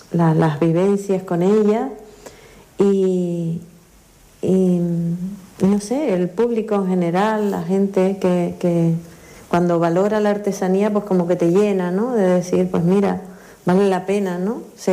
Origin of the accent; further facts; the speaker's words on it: Icod de los Vinos, Canary Islands, Spain; veo la diferencia del Ayuntamiento de La Guancha al Ayuntamiento de Icod de los Vinos, de donde soy yo, el poco apoyo.